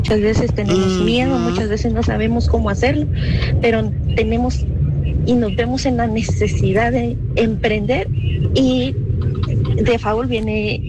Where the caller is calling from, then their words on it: Guatemala; en nuestra sociedad como guatemalteca, como chapina